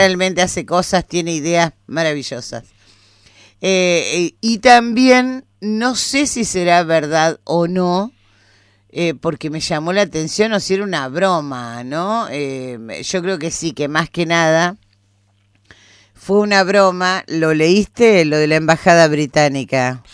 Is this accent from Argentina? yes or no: yes; Argentina; los argentinos somos argentinos y no nos parecemos a nadie